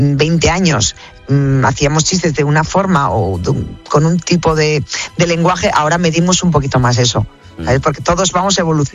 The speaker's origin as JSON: {"language": "Spanish", "region": "Basque Country", "country": "Spain", "said": "lo que ahora veis que somos los vascos"}